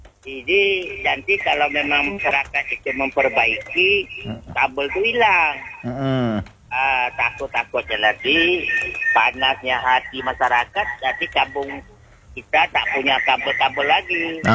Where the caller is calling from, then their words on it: Tanjung Pinang, Riau Islands, Indonesia; Tertimpa di kampung kami ataupun daerah Kota Tanjung Pinang ini.